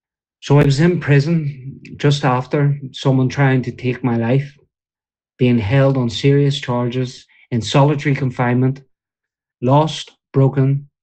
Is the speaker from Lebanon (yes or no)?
no; Belfast, Northern Ireland, United Kingdom; I grew up in East Belfast